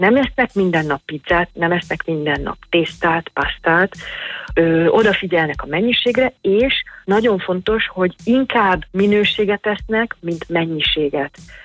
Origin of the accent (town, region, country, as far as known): Hungary; now in Tuscany, Italy